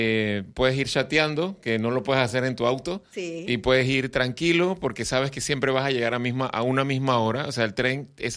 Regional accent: Panama; eso que somos, panameños, solidarios, buena gente.

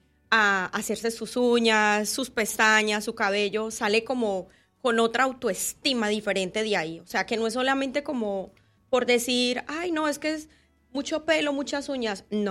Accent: Medellín, Antioquia, Colombia; moved away as an adult; now in Panama; yo soy de Medellín, Colombia, ¿sí? Y tengo acá más o menos 19 años, voy a cumplir acá en Panamá.

